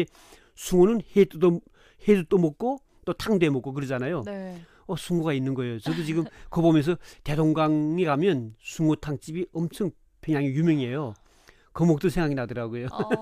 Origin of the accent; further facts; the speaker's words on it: North Korea; now in South Korea; 그러다가 제가 말씨가 이상하니까 북한에서 왔다니까